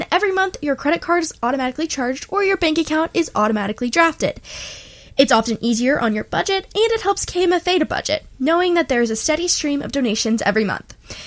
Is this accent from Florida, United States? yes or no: no; Phoenix, Arizona, United States; moved away as an adult; now in Austin, United States; I am a journalism major at UT, so Moody School of Communications. I'm from Phoenix, Arizona.